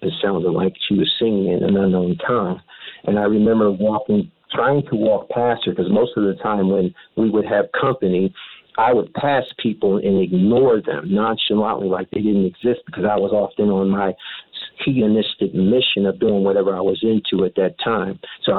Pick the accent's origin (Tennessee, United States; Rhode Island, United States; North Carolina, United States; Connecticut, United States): Rhode Island, United States; because I'm primarily from Rhode Island